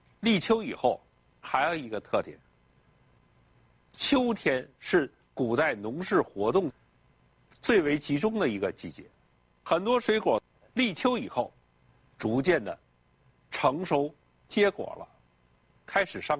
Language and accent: Chinese; China; 我们中国人